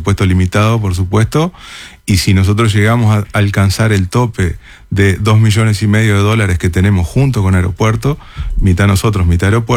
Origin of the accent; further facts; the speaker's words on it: Salto, Uruguay; yo soy de Salto